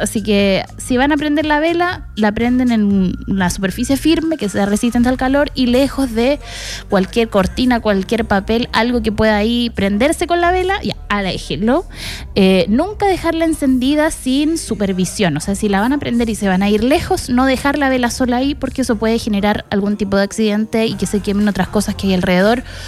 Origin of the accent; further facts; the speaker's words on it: San Vicente de Tagua Tagua, O'Higgins, Chile; moved away; en mi pueblo, en San Vicente